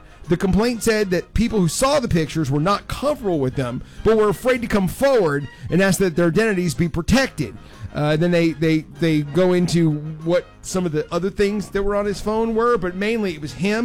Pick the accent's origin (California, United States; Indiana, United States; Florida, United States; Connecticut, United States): Florida, United States; I grew up in Florida, never heard of that city.